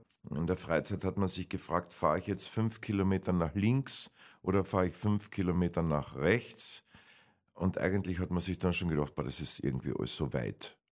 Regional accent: Carinthia, Austria; accent: Carinthian; moved away as an adult; Und ich habe schon das Zuhause vermisst, ehrlich gesagt. Schön gewohnt und alles, ja, aber Kärnten ist leider eins, ne? Und da habe ich mir gedacht, 2012, nichts wie heim jetzt da. Ne? Koffer gepackt, heimgefahren. Schön ist daheim.

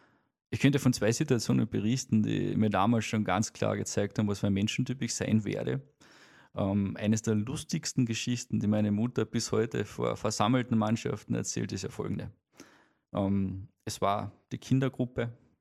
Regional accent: Villach, Carinthia, Austria; born there; Also meine Karriere beginnt klassisch bei meiner Geburt in Villach.

